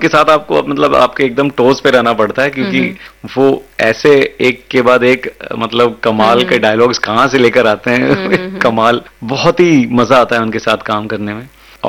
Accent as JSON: {"language": "Hindi", "town": "Mumbai", "region": "Maharashtra", "country": "India", "tie": "born or raised there", "said": "तो मैंने बोला मैं मुंबई में पला बड़ा हूँ, मराठी बोल लेता हूँ."}